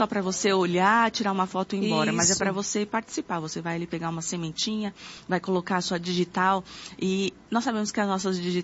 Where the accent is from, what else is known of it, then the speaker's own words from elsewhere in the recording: Rio de Janeiro, Brazil; Sou do Rio de Janeiro